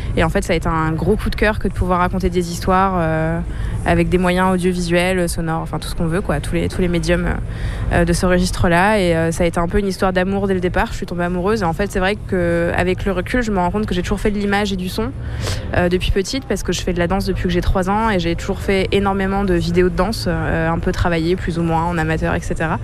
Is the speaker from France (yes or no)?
yes; Grand Est, France; Moi j'ai grandi en Champagne-Ardenne, donc grosse ruralité française, dans une famille qui s'appelle, enfin … donc quelque chose de très franco-français gaulois.